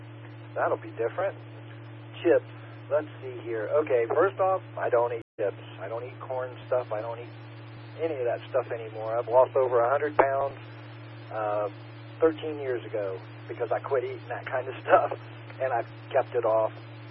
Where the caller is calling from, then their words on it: Lima, Ohio, United States; Lima, Ohio, 64 degrees.